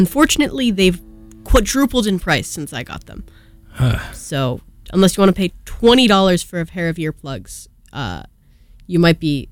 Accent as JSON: {"language": "English", "region": "Vermont", "country": "United States", "said": "I'm from Vermont."}